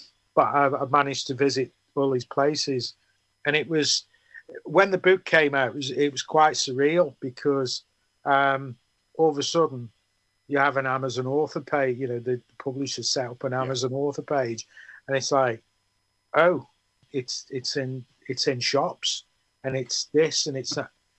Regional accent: Stoke-on-Trent, West Midlands, United Kingdom; where I grew up in the Potteries.

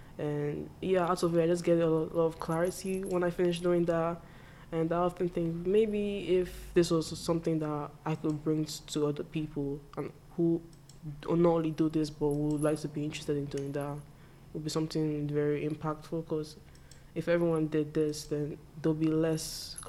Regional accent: Nigeria; now in United Kingdom; when I was raised in Nigeria

